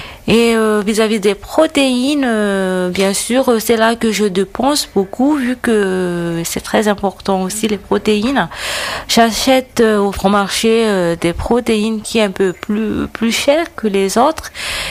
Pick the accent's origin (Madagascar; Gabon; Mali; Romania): Madagascar; moved away as an adult; now in Vichy, France; je viens de Madagascar. Je suis ici en France depuis peu de temps, ça fait au moins 3 mois que je suis ici en France en tant que stagiaire associée à l'hôpital de Vichy.